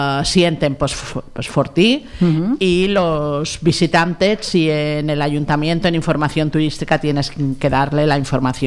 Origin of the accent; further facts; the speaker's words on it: Mallorca, Balearic Islands, Spain